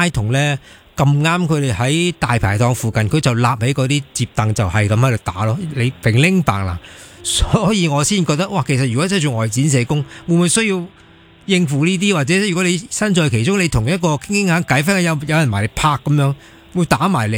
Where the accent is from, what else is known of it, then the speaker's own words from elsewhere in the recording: Hong Kong; 我们香港